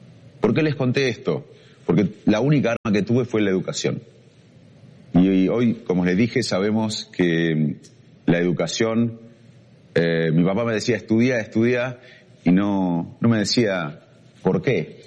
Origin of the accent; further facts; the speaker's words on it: Argentina; moved away as an adult; also born or lived in United States / Cambridge, England; Y en el 2001 regresé a la Argentina. El 2001 fue un año de crisis en mi país